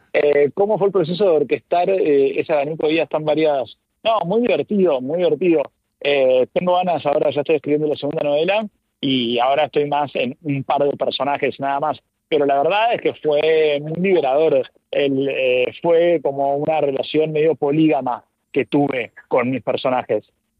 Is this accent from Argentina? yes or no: yes; Argentina; yo soy argentino, publiqué en España